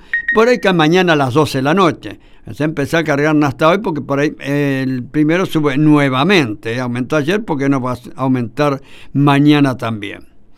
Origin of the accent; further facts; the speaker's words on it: Remedios de Escalada, Buenos Aires Province, Argentina; No, Villa Diamante pertenece a Lanús, pero yo no me crié en Villa Diamante, me crié en Remedios de Escalada, a 4 cuadras de la cancha de Lanús, 6 cuadras